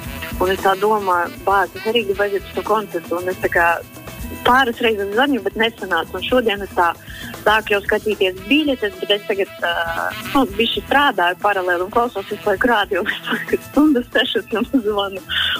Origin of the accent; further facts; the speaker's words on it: Krāslava, Latgale, Latvia; now in Riga, Latvia; Nu, dzīvusies esmu Krāslavā, Latgalē, bet